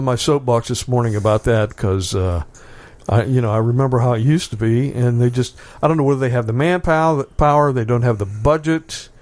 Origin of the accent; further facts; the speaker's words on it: Wheeling, West Virginia, United States; I grew up on Wheeling Island.